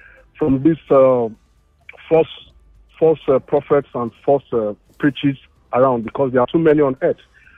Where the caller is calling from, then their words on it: Ikeja, Lagos, Nigeria; I'm calling from Ikeja.